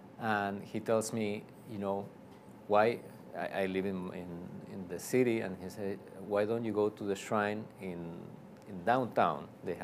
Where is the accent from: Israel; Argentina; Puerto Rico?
Argentina; San Juan; now in Miami Springs, United States; because I'm from Argentina. I'm from a city called San Juan, and you know, it's a small city.